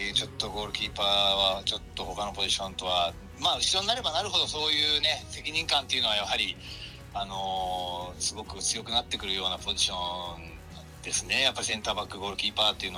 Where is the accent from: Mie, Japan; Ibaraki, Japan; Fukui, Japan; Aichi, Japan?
Ibaraki, Japan; Hitachi; 本当僕のね、本当に故郷でもう生まれ育った場所でね、サッカーも始めた場所ですし